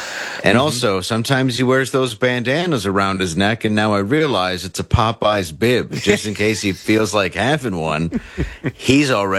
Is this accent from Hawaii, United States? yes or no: no; Detroit, Michigan, United States; I'm from Detroit.